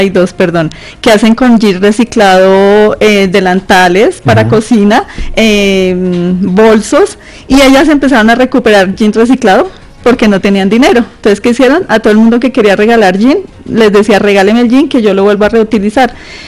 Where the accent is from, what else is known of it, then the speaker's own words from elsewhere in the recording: Bogotá, Colombia; soy productora y soy de Usaquén.